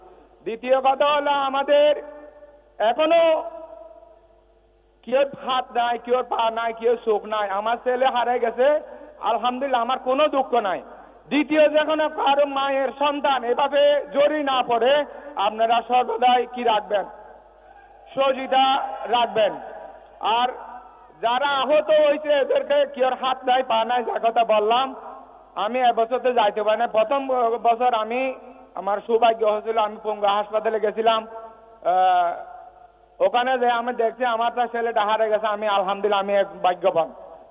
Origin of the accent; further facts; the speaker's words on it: Pekua, Chittagong Division, Bangladesh; আমার বাড়ি চট্টগ্রাম কক্সবাজার চকরিয়া পেকুয়া। বাংলাদেশের স্বরাষ্ট্রমন্ত্রী মাননীয় সালাউদ্দিন আহমদের বাড়ির পাশে আমার বাড়ি একদম কাছাকাছি।